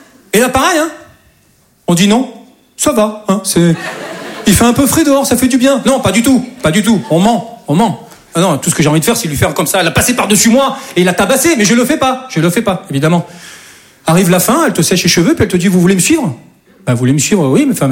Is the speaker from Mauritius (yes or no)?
no; Southern France, France; now in Paris, France